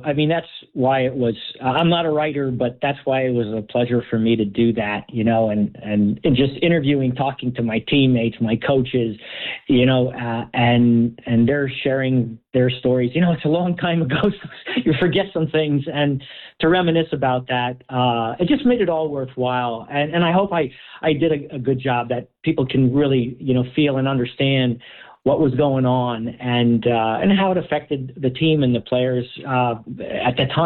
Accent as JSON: {"language": "English", "region": "Pennsylvania", "country": "United States", "tie": "born or raised there", "said": "So I grew up in Lehigh Valley sports, you know, on the fields of Moravian College."}